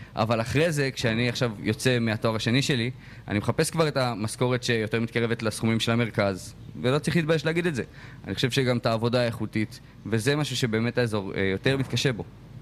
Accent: Northern Israel, Israel; אני צפוני במקור, לא במקור מפה.

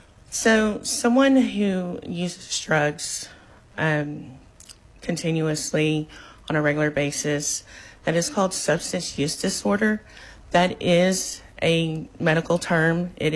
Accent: Oklahoma, United States; now in Tahlequah, United States; I came from Oklahoma County, and you're just on your own.

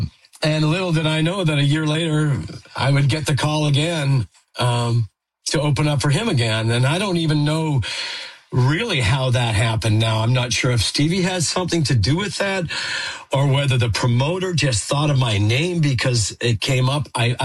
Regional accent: Saskatchewan, Canada; because he was from Texas and I was from Saskatchewan

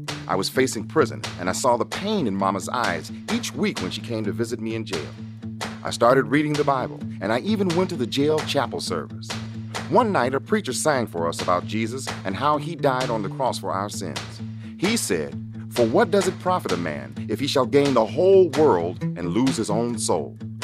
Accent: Chicago, Illinois, United States; I grew up in Chicago, where the code of the streets is, you hurt me, and I hurt you.

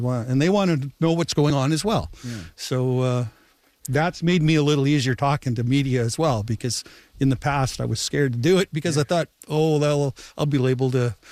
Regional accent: Winnipeg, Manitoba, Canada; now in Gimli, Canada; I'm from Winnipeg. My wife is originally from Toronto, and we've retired to Gimli, so that says it all.

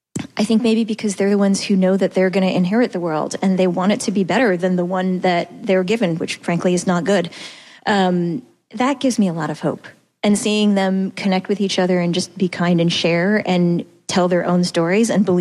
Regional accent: Boston, Massachusetts, United States

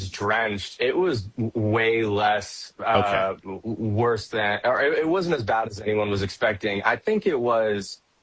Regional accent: West Coast, United States; That, rookie mistake. I'm from the West Coast.

